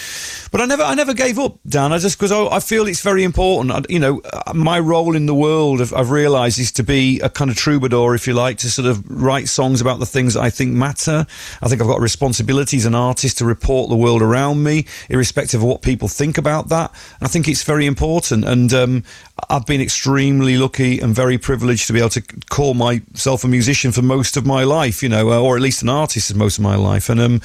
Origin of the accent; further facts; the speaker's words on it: Yorkshire and the Humber, United Kingdom; moved away as an adult; also born or lived in Lincolnshire; now in Somerset, United Kingdom; I love Yorkshire, of course I do. You know, I was actually born in Lincolnshire, but I grew up in Yorkshire. But Somerset's got a very special magic about it. I wouldn't move from Somerset